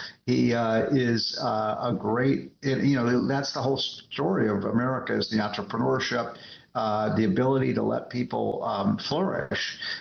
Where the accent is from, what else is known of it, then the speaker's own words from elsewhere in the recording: Chicago, Illinois, United States; I'm from Chicago.